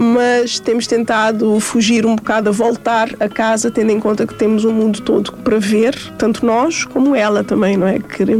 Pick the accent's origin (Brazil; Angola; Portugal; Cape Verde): Cape Verde; nós crescemos, em minha casa, em Cabo Verde, nós crescemos com uma ligação muito forte à música e à cultura, não só cabo-verdiana e guineense, mas também brasileira.